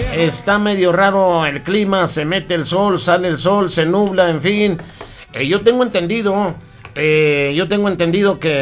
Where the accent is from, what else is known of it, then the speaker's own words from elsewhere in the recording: Río Grande, Zacatecas, Mexico; Desde Río Grande, Zacatecas, así somos la gente de Río Grande, Zacatecas